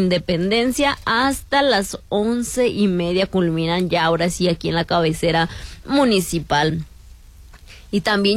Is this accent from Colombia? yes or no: no; Mexico; Oye, pero sí, también es algo que nos representa como mexicanos, la lotería.